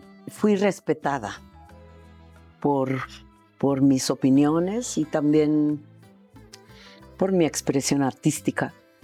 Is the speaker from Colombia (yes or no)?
no; Mexico; En mi pueblo la gente decía, hombre, la madre patria. Y yo decía, ¿cuál madre patria? Si esta es la madre patria aquí en México, ¿no?